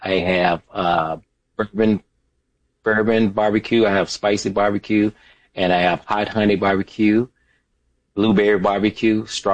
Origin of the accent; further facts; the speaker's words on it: Memphis, Tennessee, United States; But yes, I am originally from Memphis. And so I had to keep Memphis alive and keep that name in there.